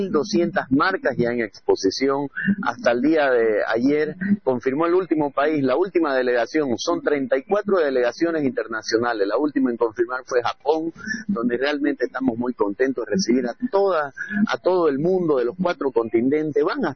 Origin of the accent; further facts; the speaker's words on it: Bolivia; tenemos que aprovecharla como bolivianos